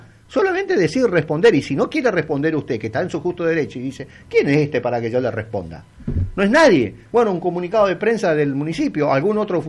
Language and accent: Spanish; Resistencia, Chaco, Argentina; de donde salí, de donde me crié ahí en Villa Dorico